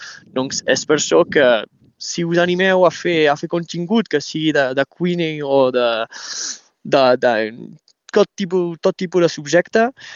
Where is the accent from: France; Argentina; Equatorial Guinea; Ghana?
France; Prades, Occitania; also born or lived in Vernet-les-Bains; Soc fill del Conflent. Els meus pares van arribar a Catalunya Nord quan jo tenia 3 mesos i doncs vaig créixer un any a Vernet i després tota la meva vida a Prada. Doncs les escoles a Prada, els clubs esportius a Prada, al peu del Canigó